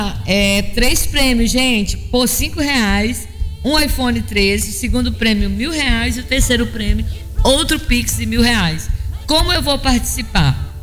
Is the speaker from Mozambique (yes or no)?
no; Vitória, Brazil; born there; also born or lived in São Benedito dos Maciéis; Na verdade, eu nasci aqui em Vitória, fui criada uma parte lá, mas meus primeiros passos na fé foi ali na igreja Assembleia de Deus, ali em São Benedito.